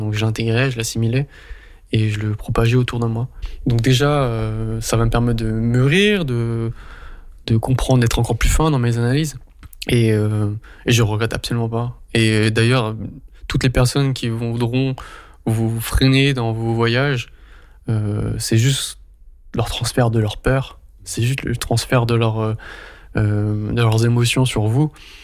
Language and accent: French; Mulhouse, Grand Est, France; chez moi à Mulhouse